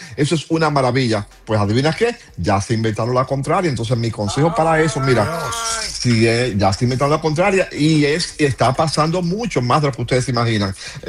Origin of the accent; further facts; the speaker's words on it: Dominican Republic; si quieres comprar una casa en la República Dominicana. Tú sabes que los fraudes allá en mi país y todo eso lo quiero y lo amo